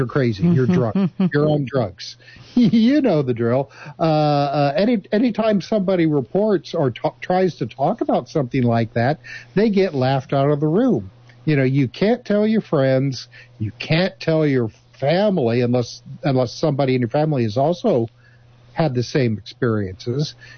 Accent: Indiana, United States; You know, born and raised in Indiana, I was interested in, you know, like race cars, Indianapolis 500

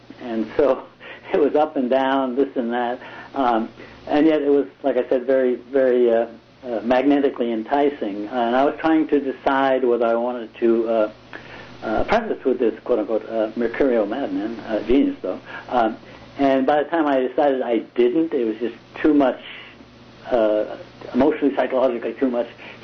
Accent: Boston, Massachusetts, United States; now in Santa Cruz, United States; Yeah, I grew up in and around Boston area.

